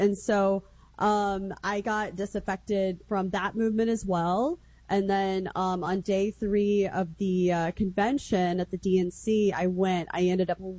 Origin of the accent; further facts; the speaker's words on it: Kansas City, Missouri, United States; Yeah, so I'm from the middle of the country. Originally, I'm from Kansas/Missouri. I claim both sides of the state line, Kansas City. And I grew up in a mostly working class union family.